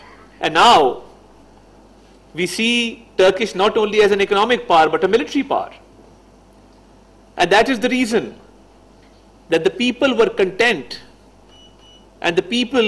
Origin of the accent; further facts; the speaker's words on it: Pakistan